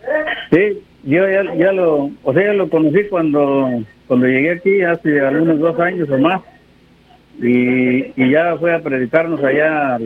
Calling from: Fresno, California, United States; De aquí, de Fresno.

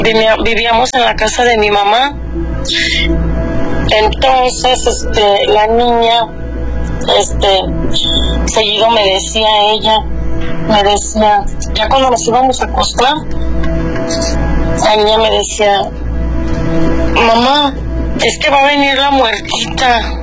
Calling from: León, Guanajuato, Mexico; Yo, estoy acá en León, Guanajuato.

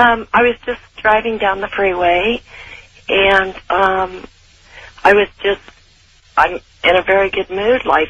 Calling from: California, United States; I'm calling from California, Sonoma County.

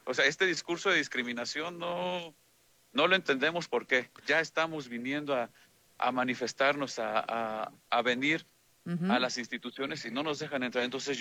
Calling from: Tlaxcala, Mexico; Compañeros agricultores de Tlaxcala

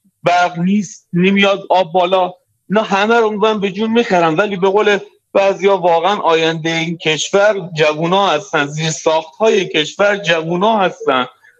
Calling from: Mashhad, Razavi Khorasan, Iran

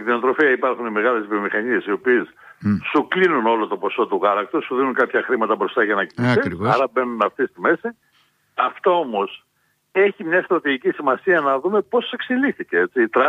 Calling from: Thessaly, Greece

